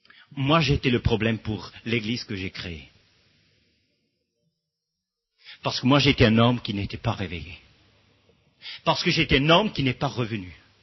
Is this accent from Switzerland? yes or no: yes; Switzerland; Si vous lisez en Sacharie, je suis suisse, j'ai des difficultés aussi avec cette langue.